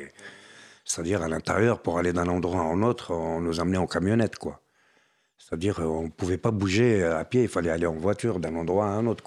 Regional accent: France; Je dis non, je suis français.

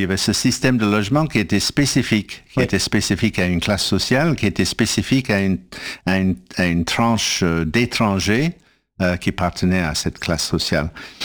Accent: Canada; now in France; j'ai grandi au Canada

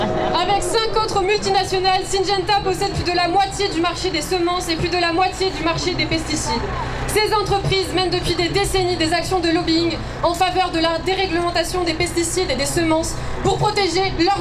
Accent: Netherlands; je viens des Pays-Bas et je suis paysanne

